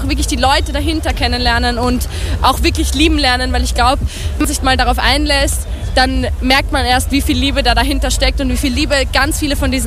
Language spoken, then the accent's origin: German; Vienna, Austria; Wir sind nämlich aus Wien, aus dem 22. Bezirk, aus dem ERG Donaustadt